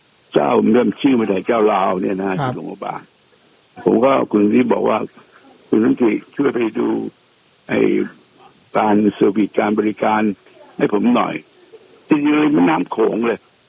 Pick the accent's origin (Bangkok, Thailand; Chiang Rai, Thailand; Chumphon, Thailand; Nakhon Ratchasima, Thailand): Chiang Rai, Thailand; ที่ผมตกใจบ้านผมอยู่เชียงรายนะครับแต่มะเขือเทศทำให้เชียงรายมันหวาน